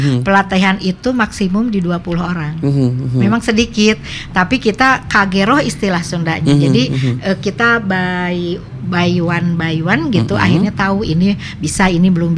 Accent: Bandung, West Java, Indonesia; saya juga orang Kota Bandung

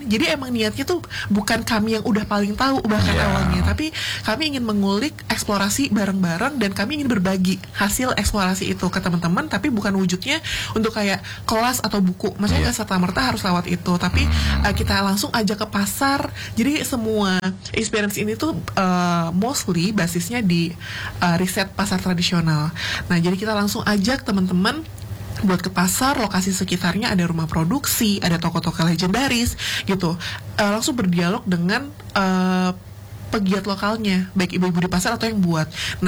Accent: Sumatra, Indonesia; now in Yogyakarta, Indonesia; saya dari Sumatera, dan kebetulan memang keluarga itu dari berbagai macam daerah. Ayah dari Jawa Timur, ibu dari Jawa Barat, terus kami besar dan tinggal di Sumatera.

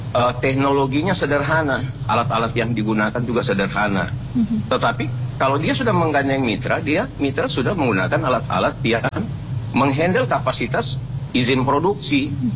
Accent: Mamuju, West Sulawesi, Indonesia; karena saya orang Mamuju

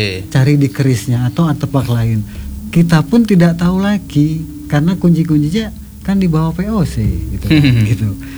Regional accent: West Java, Indonesia; now in Yogyakarta, Indonesia; ya seperti saya nih orang urban dari Jogja gitu kan, aslinya Jawa Barat. Tetapi karena beradaptasi, ya saya di Jawa Barat akan ngomong Sunda, tapi kalau di sini ya ngomong Jawa gitu.

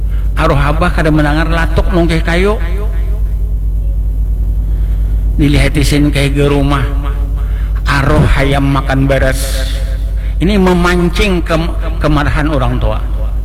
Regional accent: Banjar, South Kalimantan, Indonesia; Bahasa kita orang Banjar

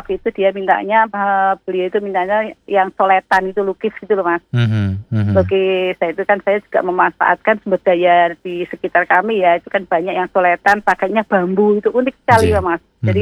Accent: Pekalongan, Central Java, Indonesia; saya ini ya orang Pekalongan itu ya.

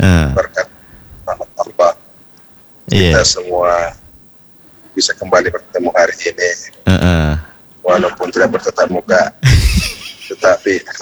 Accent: South Sulawesi, Indonesia; Karena kita memang di sini kita orang Bugis dan suku lain itu saling menghormati, saling menghargai.

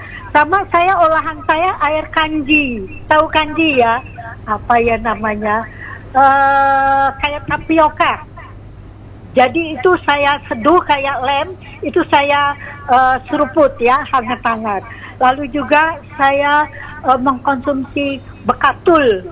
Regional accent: Lembang, West Java, Indonesia; now in Cirebon, Indonesia

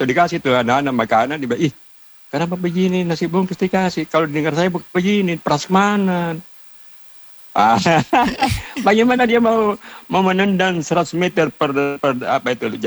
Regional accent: South Sulawesi, Indonesia; Ya, tetapi saya selaku orang Selatan tetap ingat-ingat PSM.

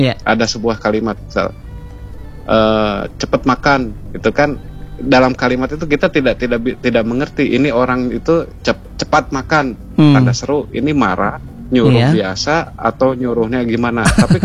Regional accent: Sumedang, West Java, Indonesia; Saya kan orang Sumedang Kang ya. Jadi rasa kangen saya itu dibuat dalam sebuah carpon.

